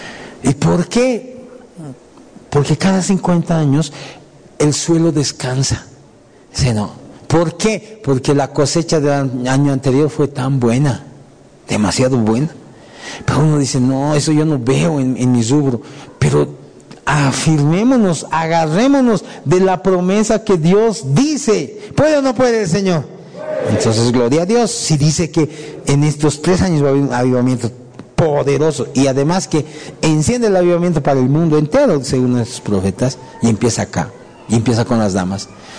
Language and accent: Spanish; Bolivia; Nosotros también somos bolivianos.